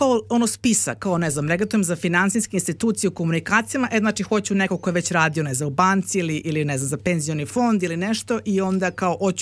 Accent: Belgrade, Serbia; sam odrasla u Beogradu na Petlom brdu, koga briga sad Petlom brdu, mislim, na kraj sveta

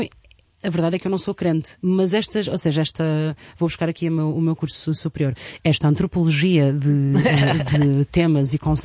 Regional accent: Centro, Portugal; Eu, quando cresci na minha aldeia, nas aldeias vizinhas, isto é. Eu sinto que isto é uma coisa muito da zona centro.

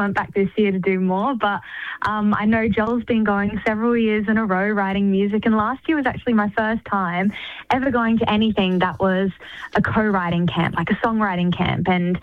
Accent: Adelaide, South Australia, Australia; moved away; I'm actually more of an AFL supporter coming from Adelaide originally.

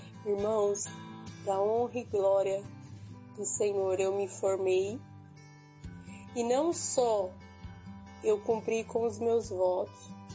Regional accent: Presidente Prudente, São Paulo, Brazil; sou da cidade de Presidente Prudente.

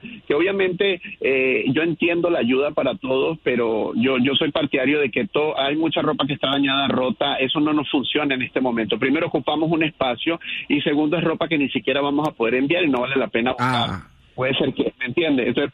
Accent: Venezuela

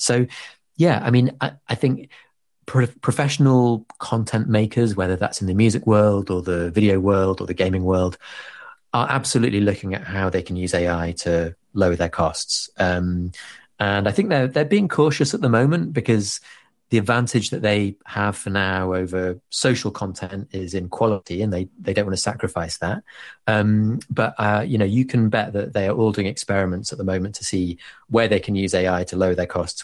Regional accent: Leeds, Yorkshire and the Humber, United Kingdom; the taxi driver in Jalisco knows about Leeds United, which is, you know, my hometown where I grew up.

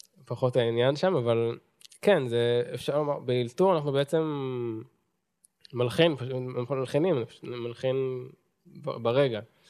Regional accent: Afula, Northern District, Israel; שם גדלתי.

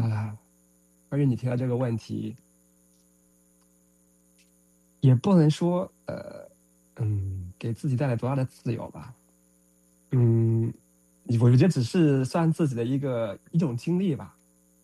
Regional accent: Hunan, China; 是的，是在湘南，就是湖南南部大山里面，就我们家，你从我们家就可以看到，就是我们家的对面和后面全都是那种连绵的高山。

